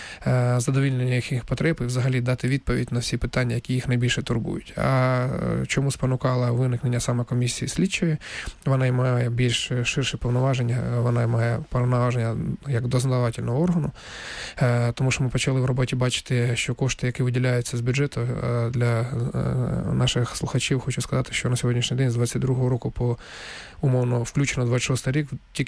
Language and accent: Ukrainian; Donetsk, Donetsk Oblast, Ukraine; я сам з Донецька і вперше відчув на себе і на своїй, як тому скажуть, шкурі